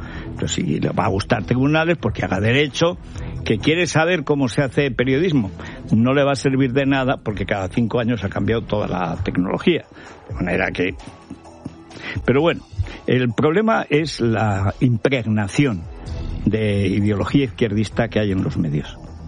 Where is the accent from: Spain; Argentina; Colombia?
Spain; Aragon; en España, pues desde la de mi pueblo, la Virgen del Tremedal